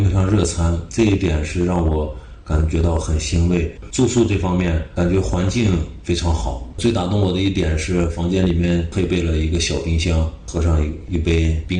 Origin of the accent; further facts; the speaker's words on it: Ordos, Inner Mongolia, China; 我来自鄂尔多斯，